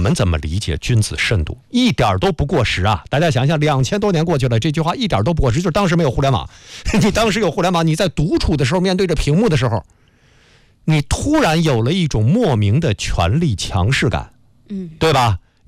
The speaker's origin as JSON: {"language": "Chinese", "country": "China"}